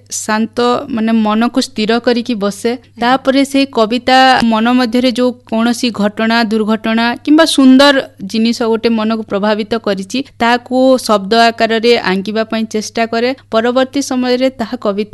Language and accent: Odia; Kanapalli, Odisha, India; ଆମ ଗାଁଟା କନାପଲ୍ଲୀ, ଯେଉଁଟା ବରଗଡ଼ ଜିଲ୍ଲା ଅନ୍ତର୍ଭୁକ୍ତ, ଏବଂ ସେଠି ଆମର ଯେଉଁ ଯୌଥ ପରିବାର କୁହନ୍ତି, ମୋ ବାପାଙ୍କର 5 ଭାଇ